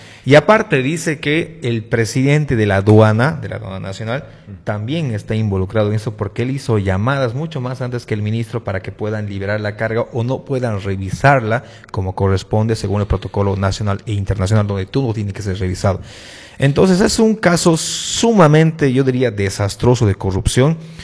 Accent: Bolivia; Yo, como boliviano, la verdad, no espero nada.

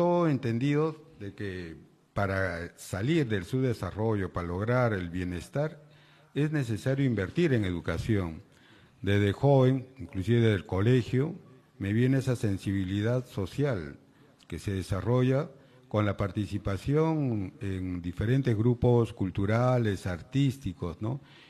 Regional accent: Huamanga, Ayacucho, Peru; now in Lima, Peru; Soy de Huamanga, Ayacucho, viviendo en el Agustino cerca de 60 años

